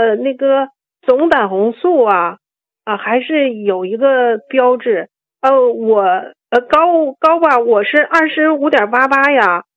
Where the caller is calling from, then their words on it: Chaoyang, Liaoning, China; 我是那个辽宁朝阳的。